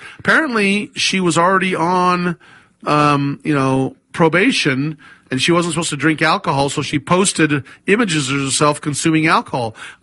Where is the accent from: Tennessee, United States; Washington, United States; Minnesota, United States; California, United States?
California, United States; Sacramento; I grew up in Sacramento. Back when it was, you know, those newer houses in the early 60s, and they were building these new houses, and then there was these farms on the outside.